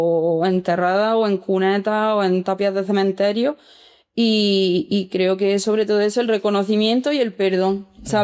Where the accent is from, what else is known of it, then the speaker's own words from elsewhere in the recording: Talará, Andalusia, Spain; en mi pueblo en Talara